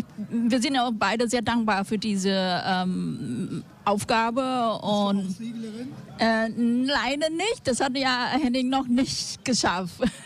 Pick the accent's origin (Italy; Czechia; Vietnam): Vietnam; Da, ja, bin Vietnamesen.